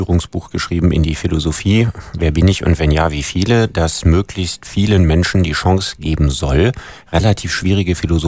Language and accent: German; Solingen, North Rhine-Westphalia, Germany; born there; Also ich bin geboren 1964 in Solingen, also in einer vergleichsweise kleinen Stadt